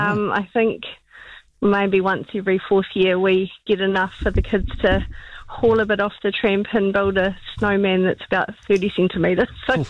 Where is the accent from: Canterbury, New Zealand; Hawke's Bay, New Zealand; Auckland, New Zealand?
Hawke's Bay, New Zealand; Hastings; We are rural Hastings, where I am, so we're not far from the Ruaheni Ranges. So we get a bit frostier out my way, and we have had snow a few times, but living in town as a child, we never had snow.